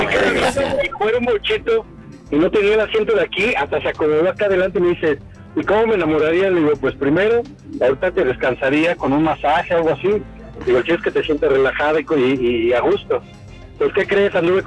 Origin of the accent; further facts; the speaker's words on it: Coyoacán, Mexico City, Mexico; now in León, Mexico; Soy de Coyoacán. Ahí me crié, todo en los madres.